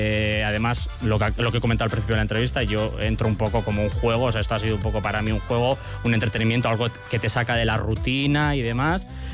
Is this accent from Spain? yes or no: yes; Azkoitia, Basque Country, Spain; las fiestas de mi pueblo, en Azcoitia, en Andramashek